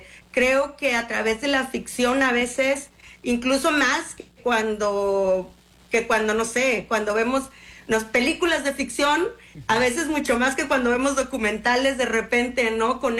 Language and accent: Spanish; Mexico; es una locura que soy la quinta mexicana en ganarlo, ¿no? Y la segunda mujer mexicana después de Lenita Poniatowska